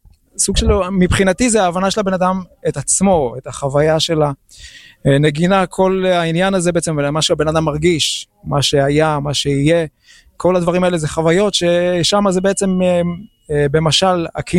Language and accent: Hebrew; Safed, Northern District, Israel; now in Netivot, Israel; אז כך, אני מצפת.